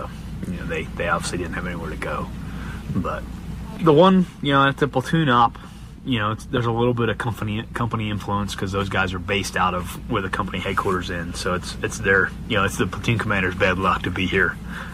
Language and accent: English; Annapolis, Maryland, United States; I grew up near the Naval Academy in Annapolis, so I went there on a field trip when I was younger